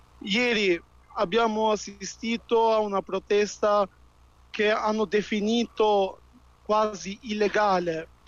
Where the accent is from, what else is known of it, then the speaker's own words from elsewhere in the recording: Durrës, Durrës County, Albania; Io vengo da Durazzo e oggi ci sono state per circa 4-5 ore proteste anche a Durazzo